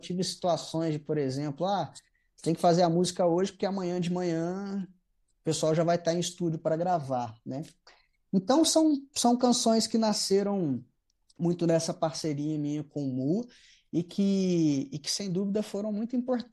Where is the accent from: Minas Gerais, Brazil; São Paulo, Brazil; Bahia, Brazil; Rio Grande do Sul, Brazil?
Minas Gerais, Brazil; Muzambinho; moved away as an adult; also born or lived in Rio de Janeiro; assim que eu fui morar no Rio de Janeiro, né? Porque eu saí da minha cidadezinha de Muzambinho com 18 anos e fui morar no Rio